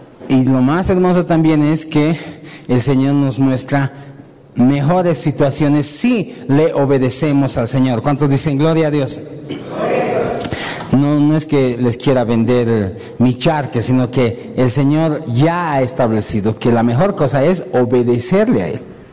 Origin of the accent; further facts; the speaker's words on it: Bolivia; Nosotros nos, como bolivianos, nos debemos a nuestras leyes también.